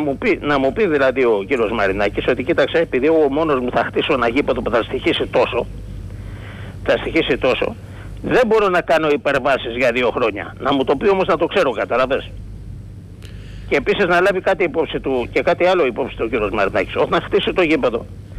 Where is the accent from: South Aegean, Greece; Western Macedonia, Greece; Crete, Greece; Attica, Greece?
Attica, Greece; Piraeus; από Πειραιά.